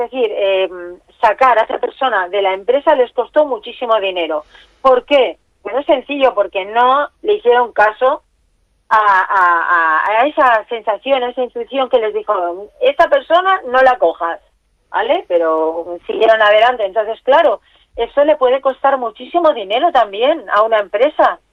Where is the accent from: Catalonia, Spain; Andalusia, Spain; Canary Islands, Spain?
Catalonia, Spain; L'Hospitalet de Llobregat; Bueno, ya habréis notado que tengo el acento de aquí, ¿no?